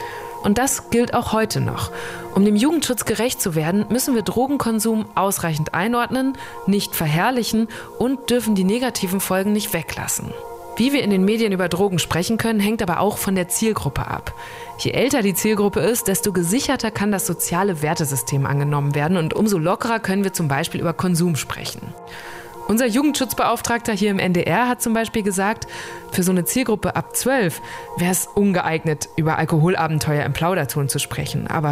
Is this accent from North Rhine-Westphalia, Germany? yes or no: yes; North Rhine-Westphalia, Germany; wir kommen beide aus Münsterland, wo auch, ne, direkt genau, an der holländischen Grenze